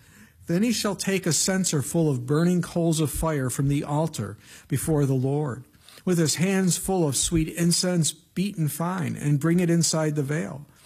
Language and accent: English; Missouri, United States; I'm like from Missouri, the show me state.